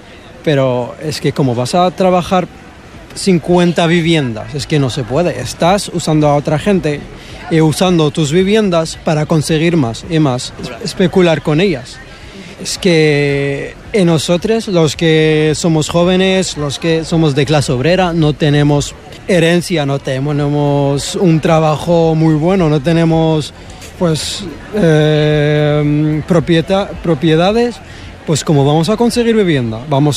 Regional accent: Morocco; now in Spain; la situación de mi familia, que somos marroquíes, somos 6 personas. Hemos venido aquí hace 2 años y no hay alquiler

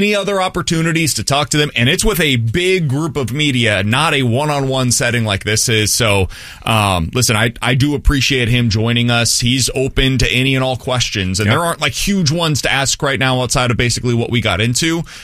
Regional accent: Kansas City, Missouri, United States; I know when I was growing up in Kansas City, the owner of the Royals was almost never available.

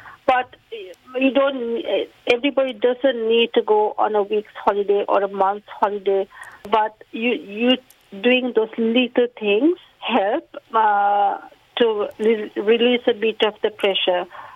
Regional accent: Sri Lanka; first language Sinhalese; English is a second language; now in Australia; so I'm from Sri Lanka, as I said, so I speak Sinhalese. I'm fluent in my language. I can read, write and talk.

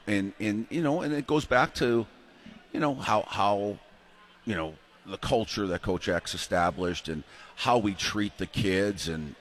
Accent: Wisconsin, United States; I'm from Wisconsin originally, and my mom worked in a cheese factory for 35 years, and my dad drove a railroad train for 45 years.

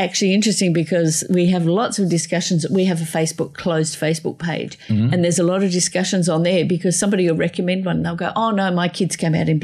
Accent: Australia; born there; I'm actually thankful I was born in Australia.

